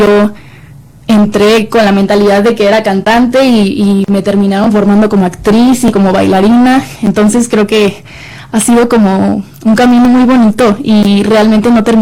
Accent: Monterrey, Nuevo León, Mexico; y que yo, que vengo de Monterrey, obviamente toda la gente de otras ciudades pues queremos venir aquí a la capital a cumplir nuestros sueños

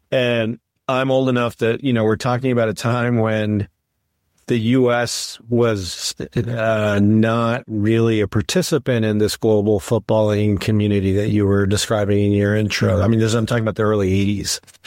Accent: Mexico; I grew up in Mexico. In fact, I'm actually wearing the shirt of Del Tri right now, which I realize the listeners can't necessarily see. But yeah, it's funny. My mother was from Dallas, Texas, and she went down to Mexico City

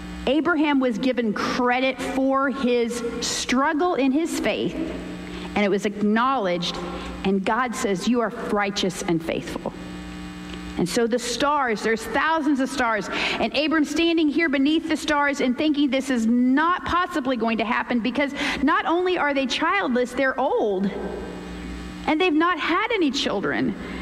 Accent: Missouri, United States; we're from Missouri

